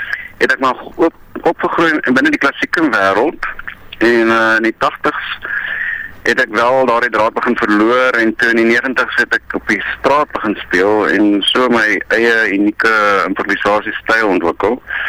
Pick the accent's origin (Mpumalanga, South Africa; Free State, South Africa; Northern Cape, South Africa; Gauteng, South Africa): Gauteng, South Africa; Johannesburg; Ek is Mara Johannesburger in bloed. My pa was 'n dominee, my ma was musiekonderwyseres, in die 70er jare het ek maar opgegroei binnen die klassieke wêreld.